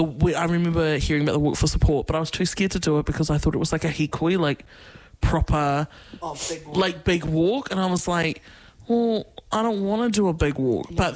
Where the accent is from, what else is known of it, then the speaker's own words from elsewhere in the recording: West Coast, New Zealand; moved away; I grew up on the West Coast, being queer